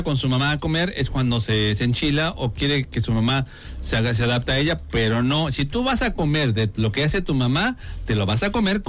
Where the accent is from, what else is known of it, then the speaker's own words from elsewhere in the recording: Mexico City, Mexico; now in Cancún, Mexico; Yo soy de Ciudad de México y toda mi vida hemos pedido quesadillas y siempre se especifica si va con queso o sin queso. Pero ahora que vivo en Cancún, vivo con dos roommates que no son de la Ciudad de México